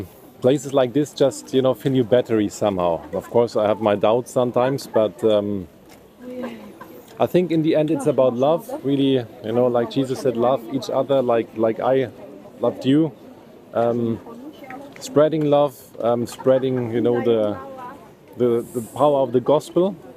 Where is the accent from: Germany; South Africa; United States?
Germany